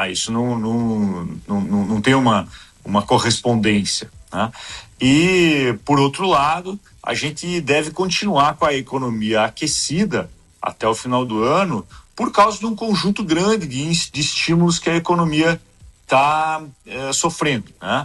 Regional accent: Joaçaba, Santa Catarina, Brazil; Bom, eu sou de Joaçaba

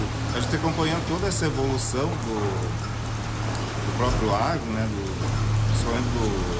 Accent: Pinhalzinho, Santa Catarina, Brazil; eu nasci aqui em Pinhalzinho e lembro assim desde criança, quando a minha mãe tinha duas ou três vacas, eu tinha 4, 5, 6 anos

